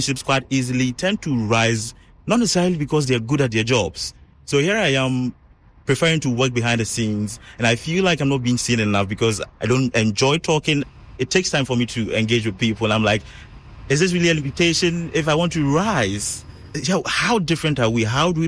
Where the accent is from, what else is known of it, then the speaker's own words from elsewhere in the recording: Volta, Ghana; now in Accra, Ghana; I'm from the Volta region of Ghana, and I've been in Accra since 2015.